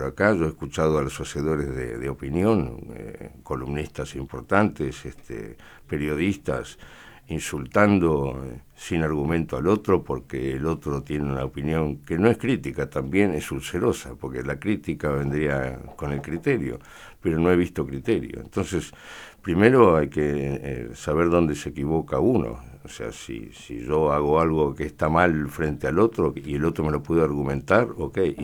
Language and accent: Spanish; Bahía Blanca, Buenos Aires Province, Argentina; born there; also born or lived in Spain; yo soy un nacido en España, pero soy argentino. Y lo que he vivido en este país, en mi primera etapa de la vida, lo que he vivido en Bahía